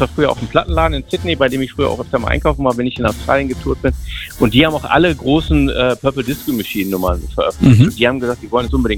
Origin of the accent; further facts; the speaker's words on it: North Rhine-Westphalia, Germany; Am Wochenende bin ich mal wieder in meiner Heimat im Ruhrgebiet.